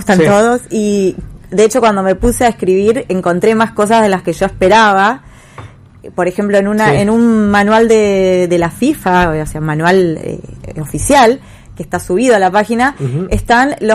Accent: Ceres, Santa Fe, Argentina; yo soy de Ceres, el club de donde jugaba Alario es de Tostado y participa en la Liga Ceresina

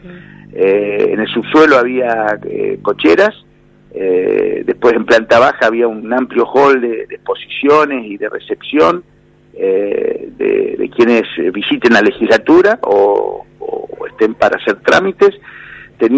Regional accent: Santa Fe, Argentina; la necesidad que yo siento como santafesino, ¿no? Que vengo, es mi segunda casa la ciudad de Santa Fe, todas las semanas estoy 3 días seguro en Santa Fe

